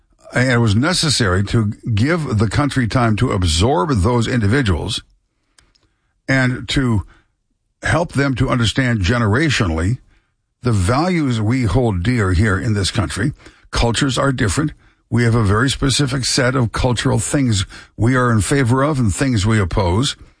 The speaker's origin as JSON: {"language": "English", "region": "Midwest", "country": "United States", "tie": "born or raised there", "said": "I grew up in the Midwest. There was a very, very, you know, large part of town that was all Polish, large part of town that was Czechoslovakian"}